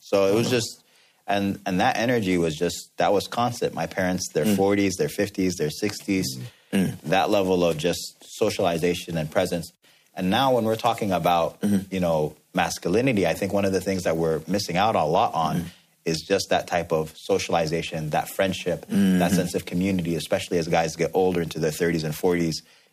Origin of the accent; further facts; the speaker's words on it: Sudan; also born or lived in New York, United States; I'm from Sudan. Mm. I lived most of my life outside of 4 years that I did in Sudan.